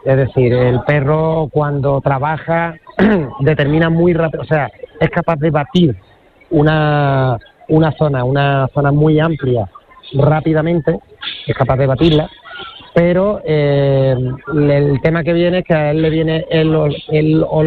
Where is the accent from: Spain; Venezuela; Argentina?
Spain; Málaga, Andalusia; nosotros que venimos de Málaga